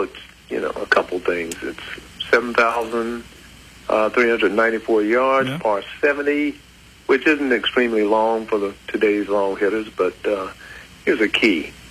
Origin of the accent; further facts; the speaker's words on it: Warden, United States; I'm from Warden.